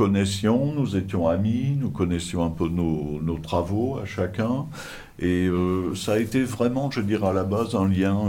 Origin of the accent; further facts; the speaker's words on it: Clermont-l'Hérault, Occitanie, France; Non, je suis de Clermont, mais je ne pratique pas.